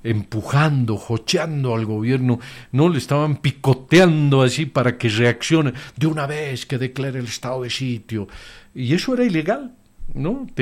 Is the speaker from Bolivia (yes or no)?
yes; Bolivia; los bolivianos somos empeñosos, trabajadores